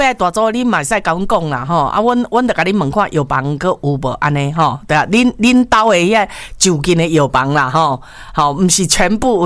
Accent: Taiwan; 为什么我们台湾人出门都会带凤梨酥呢

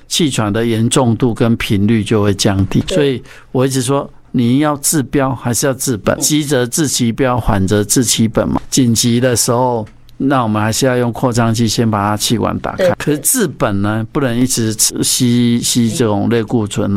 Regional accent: Taiwan; 我们台湾人

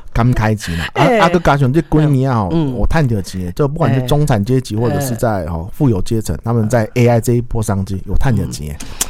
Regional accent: Taiwan; 因为过去我们台湾人都比较去忌讳去谈这个老后啦啊

